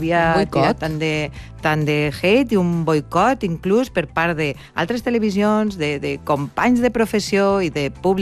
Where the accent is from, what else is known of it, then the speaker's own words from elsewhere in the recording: Galicia, Spain; com vaig a riure jo dels gallecs si jo sóc gallega?